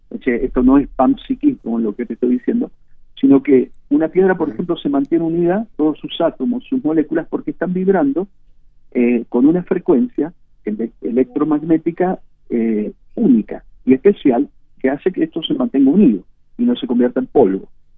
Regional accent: Dolores, Buenos Aires Province, Argentina; Y yo pensaba, pero claro, si yo me crié en Dolores.

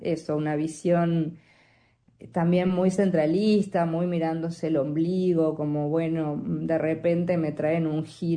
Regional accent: Argentina; yo digo las provincias porque como yo soy provinciana

